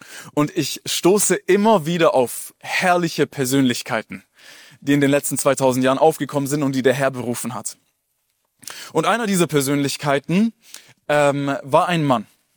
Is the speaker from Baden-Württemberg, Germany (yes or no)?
yes; Filderstadt, Baden-Württemberg, Germany; Also ich komme aus Filderstadt. Ich komme gleich hier aus der Nähe.